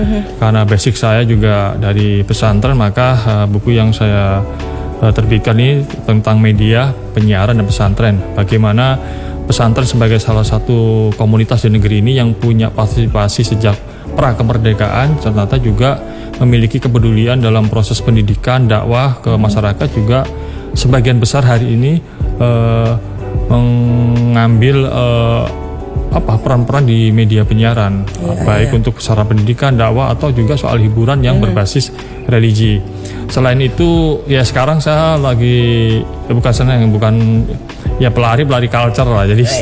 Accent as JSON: {"language": "Indonesian", "region": "Java", "country": "Indonesia", "said": "saya orang Jawa"}